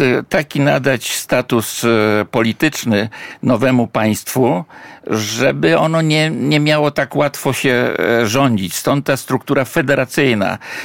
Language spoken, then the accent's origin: Polish; Warsaw, Masovian Voivodeship, Poland; bo jako warszawiak, który przeżył tu 64 lata w tym mieście, wielkim mieście